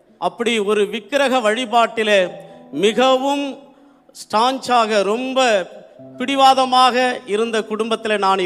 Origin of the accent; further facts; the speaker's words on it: Tamil Nadu, India; born there; நான் சிதம்பரத்திற்கும் அருகிலே ஒரு சாதாரணமான ஒரு குக்கிராமத்திலே இயேசுவை அறியாத குடும்பத்திலே நான் பிறந்தவன்.